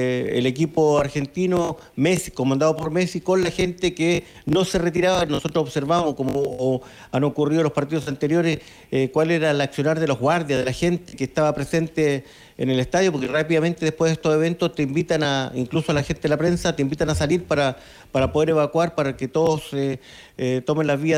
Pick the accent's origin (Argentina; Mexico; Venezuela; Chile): Chile; uno como chileno, hasta emocionante poder ser partícipe de un partido de esa laya